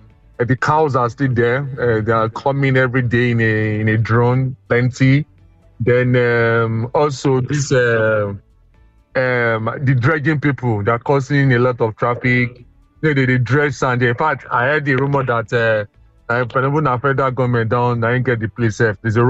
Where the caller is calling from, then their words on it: Lekki, Lagos, Nigeria; from Lekki.